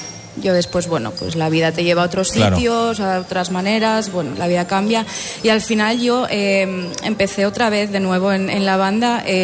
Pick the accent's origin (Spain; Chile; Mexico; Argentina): Spain; Villaviciosa; yo soy de Villaviciosa de siempre